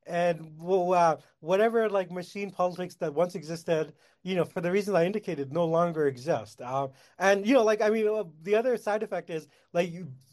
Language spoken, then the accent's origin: English; Canada; As a Canadian, I want to congratulate all the Americans on their anniversary.